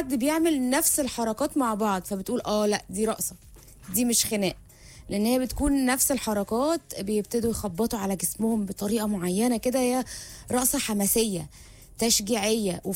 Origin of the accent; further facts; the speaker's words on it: Egypt; ما قدرتش استحمل الطبيعه الجميله والهدوء ده ما اقدرش انا كمصري ما اقدرش اعيش كده.